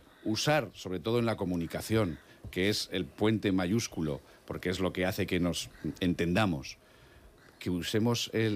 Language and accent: Spanish; Huesca, Aragon, Spain; que soy de Huesca, yo no conozco el vascuence, el euskera, yo no conozco el catalán.